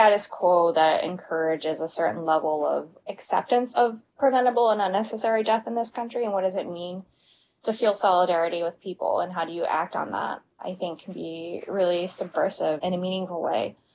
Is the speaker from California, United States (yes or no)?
no; Virginia, United States; But growing up where I did